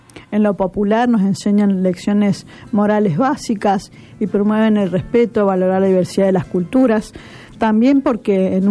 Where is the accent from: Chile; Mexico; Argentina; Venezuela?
Argentina; nuestro futuro como argentinos y como ciudadanos